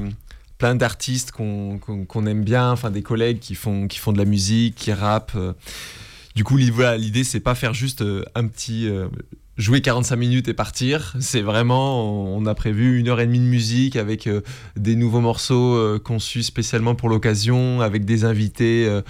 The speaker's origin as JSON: {"language": "French", "town": "Grenoble", "region": "Auvergne-Rhône-Alpes", "country": "France", "said": "Bah déjà on vient de Grenoble"}